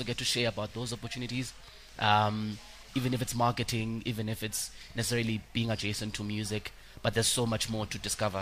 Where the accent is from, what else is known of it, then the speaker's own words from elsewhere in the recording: South Africa; now in Cape Town, South Africa; I think it's just being South African. Even now it's a very dark time for us in South Africa.